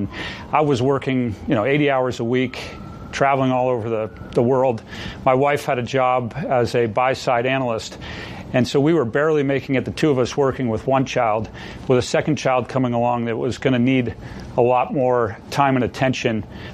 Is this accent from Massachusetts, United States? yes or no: yes; Boston, Massachusetts, United States; I grew up in the Boston, Massachusetts area.